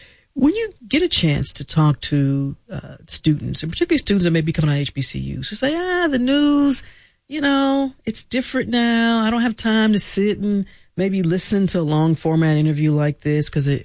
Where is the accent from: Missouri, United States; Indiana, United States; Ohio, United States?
Missouri, United States; St. Louis; I grew up in St. Louis, where we used to get the St. Louis Argus.